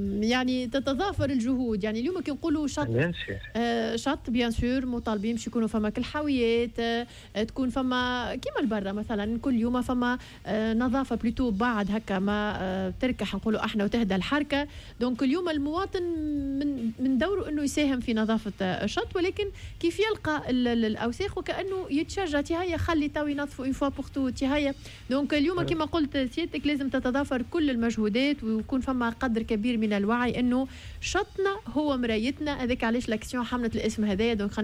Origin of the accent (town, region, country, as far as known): Tunisia